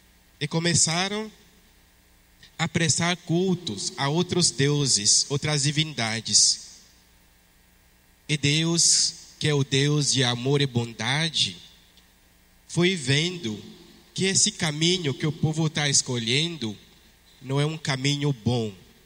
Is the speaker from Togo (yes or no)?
yes; Togo; first language French; Portuguese is a second language; moved away as an adult; now in Brazil; Acho que vocês perceberam que o meu sotaque é diferente, não é? Eu sou de língua francesa, né? De um país que se chama Togo, na África. Apesar de estar no Brasil há 9 anos